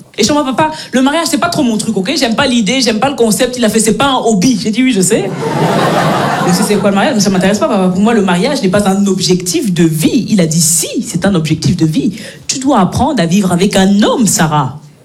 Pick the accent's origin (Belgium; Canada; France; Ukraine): Belgium; born or raised there